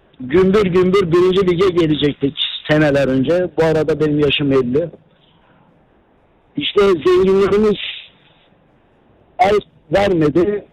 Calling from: Istanbul, Turkey; ben İstanbul'dan

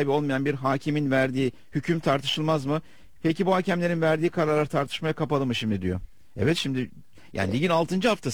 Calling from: Antalya, Turkey; Günaydın Aygün Bey. … ben Antalya'dan.

